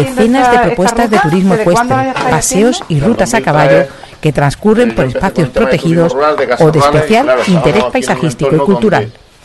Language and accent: Spanish; Andalusia, Spain; Que si ya conoces mi tierra, que si también es de aquí, que te adentres en sus misterios milenarios y en sus encantos naturales de otro modo